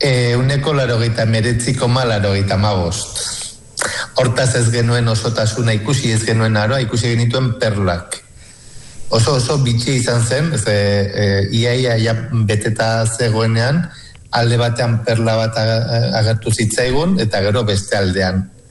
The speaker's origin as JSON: {"language": "Basque", "town": "Barañain", "region": "Navarre", "country": "Spain", "tie": "born or raised there", "moved": "as an adult", "said": "Barainenen bizi dira nire gurasoak, eta ni txikitan ere anego nintzen urte asko, ba, pizkate estudiatzera atera nintzen arte"}